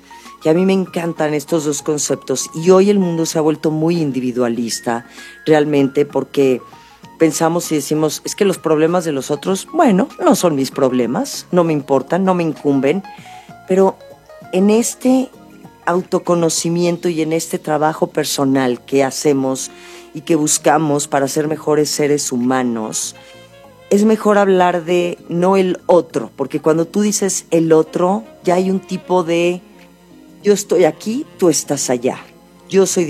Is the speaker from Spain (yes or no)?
no; Mexico; born there; somos mexicanos al final y eso es muy bonito. A mí me da mucho orgullo y me siento de verdad muy agradecida de haber nacido en este país.